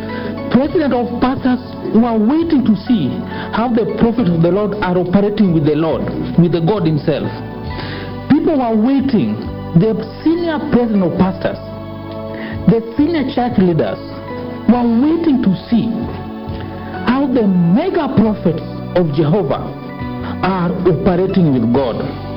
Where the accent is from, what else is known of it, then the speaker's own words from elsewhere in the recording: Kenya; As a Kenyan, we need to stop familiarity.